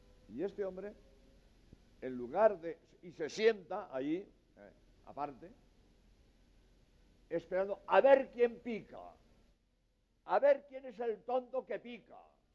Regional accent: Spain; now in Cádiz, Spain; soy jesuita español

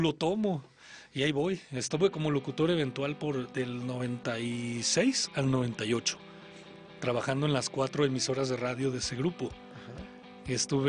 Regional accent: Zamora, Michoacán, Mexico; moved away as an adult; now in Guadalajara, Mexico; Yo soy de Zamora, de Michoacán.

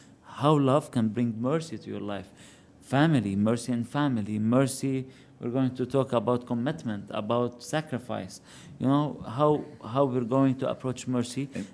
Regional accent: Bsharri, North Governorate, Lebanon; moved away; originally I'm from Sharri. And we have my grandfather is from Sharri.

